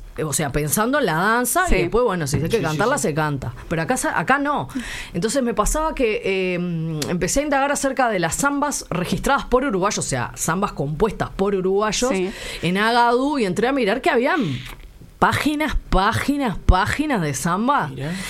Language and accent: Spanish; Santiago del Estero, Argentina; Que la hicimos cuando vinimos de Santiago del Estero.